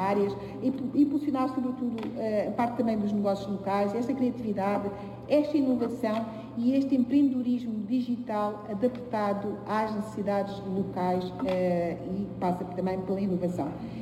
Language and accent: Portuguese; Angola; Como angolana, com família em Angola, se não fosse as redes sociais, muitas vezes, se calhar, ou internet, possivelmente não tinha tanto contato com a minha família, em diferentes províncias